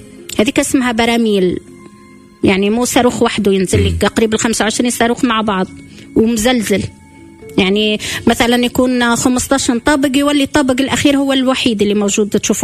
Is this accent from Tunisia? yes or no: yes; Tunisia; now in Gaza, Palestine; اني تونسيه